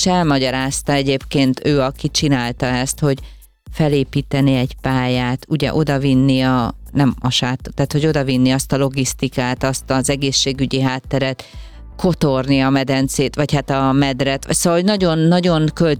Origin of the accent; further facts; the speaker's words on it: Hungary; magyar vagyok